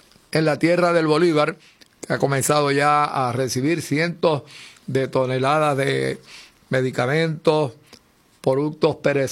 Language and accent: Spanish; San Sebastián, Puerto Rico; como dicen allá en mi pueblo de San Sebastián